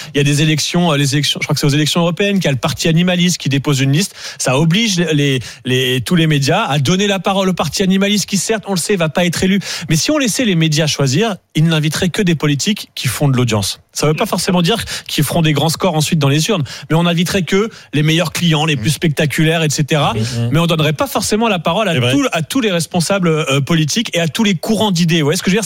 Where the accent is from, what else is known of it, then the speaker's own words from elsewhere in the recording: France; En France, on a en effet, on est français, on est comme ça, on a plus de courants, d'idées.